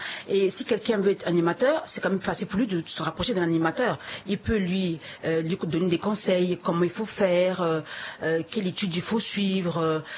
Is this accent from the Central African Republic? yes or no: yes; Central African Republic; chez nous. Vous savez, en RCA